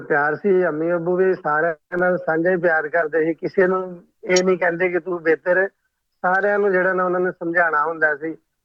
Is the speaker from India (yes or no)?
no; Shakargarh, Punjab, Pakistan; now in Muscat, Oman; ਹਾਂ ਜੀ, ਸ਼ੰਕਰਗੜ੍ਹ ਦਾ ਸਰਹੱਦੀ ਏਰੀਆ 0 ਲਾਈਨ ਤੇ ਜਲਾਲਾ ਸ਼ਰੀਫ ਦੇ ਪਿੰਡ ਦੇ ਨਾਲ ਇੱਕ ਛੋਟਾ ਜਿਹਾ ਪਿੰਡ ਹੈ, ਮੇਰੇ ਪਿੰਡ ਦਾ ਨਾਂ ਸੀ ਬਾਟ।